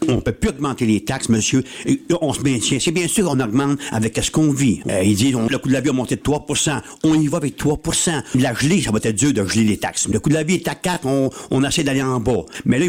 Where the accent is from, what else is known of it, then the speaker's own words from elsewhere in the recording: Quebec, Canada; Chez nous, au Québec